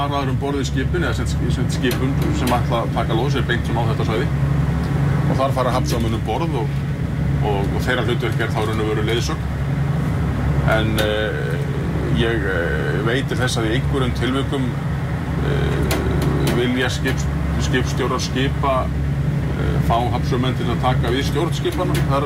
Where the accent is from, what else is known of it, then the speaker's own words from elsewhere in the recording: Grindavík, Southern Peninsula, Iceland; Ég kem úr Grindavík hérna, og býð þar